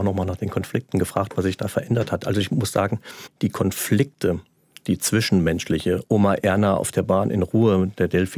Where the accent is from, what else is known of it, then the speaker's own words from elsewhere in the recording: Bad Soden-Salmünster, Hesse, Germany; Ich komme aus dem Ort, der zweigeteilt war, Bad Sodensalmünster. Da konnte die eine Hälfte mit der anderen nicht.